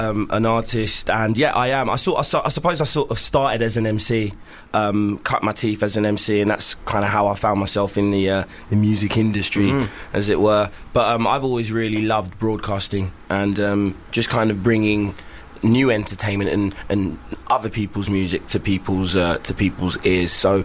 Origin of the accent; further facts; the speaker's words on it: London, United Kingdom; I'm from Hackney. I was raised in Hackney.